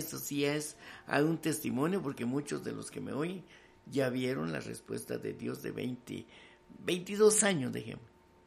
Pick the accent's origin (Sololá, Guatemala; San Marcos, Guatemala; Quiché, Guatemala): San Marcos, Guatemala; San Pedro Sacatepéquez; now in La Esperanza, Guatemala; Soy de San Marcos, San Pedro, Zacatepeques. Y cuando yo vine a La Esperanza, hermano, hace 30 y pico de años